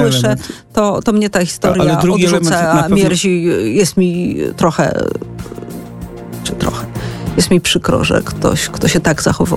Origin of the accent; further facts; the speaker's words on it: Kraków, Lesser Poland, Poland; z Krakowa.